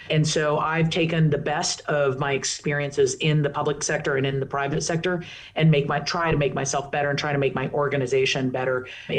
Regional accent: Washington, District of Columbia, United States; my community, my hometown.

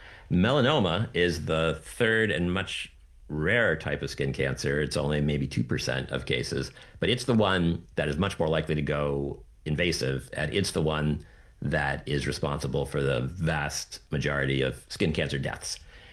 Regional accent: Florida, United States; Like, I grew up in Florida in the 80s and 90s.

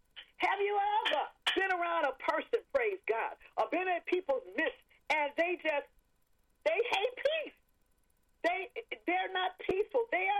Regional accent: Birmingham, Alabama, United States; I'm from Birmingham, Alabama

